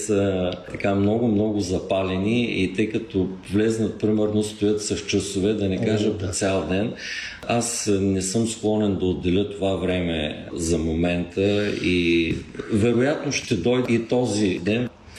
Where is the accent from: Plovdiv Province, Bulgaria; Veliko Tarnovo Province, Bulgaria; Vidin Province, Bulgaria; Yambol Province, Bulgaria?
Veliko Tarnovo Province, Bulgaria; Gorna Oryahovitsa; now in Bulgarian seaside; аз съм роден и израснал в Централна България. Пред Балкана, Горна Оряховица, Велико Търново, един район, който е изключително богат на реки, на корекции, на язовири. Планината е много близо